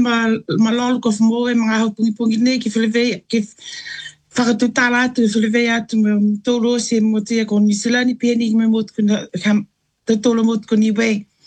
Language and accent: English; Niue; now in Wales, United Kingdom; I am quite proud and I am quite happy that I've made my life here now with my children in Wales. Growing up in Niue, it is a different story to how it is over here now.